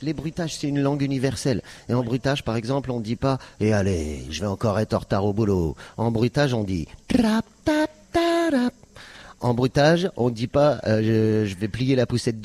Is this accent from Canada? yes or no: no; Lyon, Auvergne-Rhône-Alpes, France; Moi, je viens de Lyon.